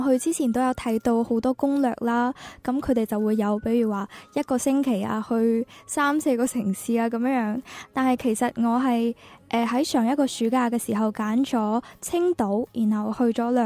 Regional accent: Guangzhou, Guangdong, China; 我作为一个广州人

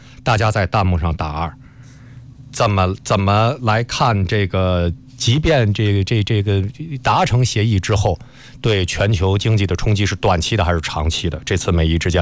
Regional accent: China

